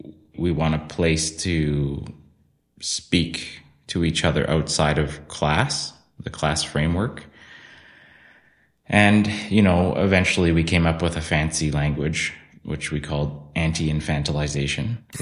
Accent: Winnipeg, Manitoba, Canada; moved away as an adult; also born or lived in Calgary; now in Vancouver, Canada; I was born in Calgary and then ended up in Winnipeg, where I would consider my formative years. Winnipeg is, my dad worked for the railway, so we ended up over there. And I think I'm a Winnipegger.

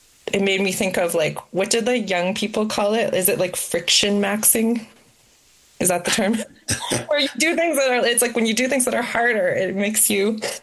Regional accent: Edmonton, Alberta, Canada; Growing up in Edmonton, like you couldn't just go to any store, you had to go to Chinatown.

